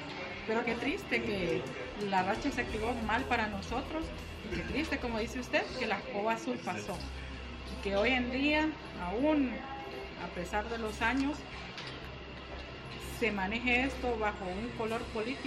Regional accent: Honduras; Todas las personas que estamos aquí somos hondureños y que tenemos derechos a una estabilidad laboral

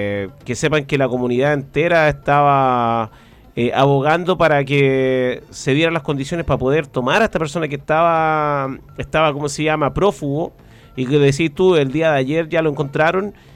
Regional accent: Pichidegua, O'Higgins, Chile; nosotros somos de Pichidegua y tenemos una vinculación con la comuna, y también un cariño muy grande por San Vicente

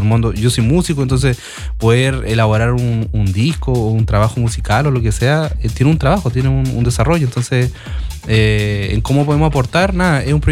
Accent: Castro, Los Lagos, Chile; Porque acá en Chiloé, yo soy de Castro, yo soy nacido y criado acá. Más chilote que las papas.

